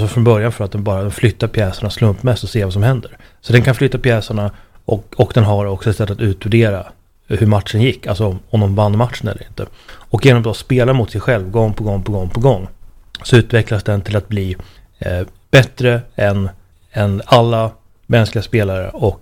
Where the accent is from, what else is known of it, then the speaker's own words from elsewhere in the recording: Uppsala, Uppsala County, Sweden; hemma i Uppsala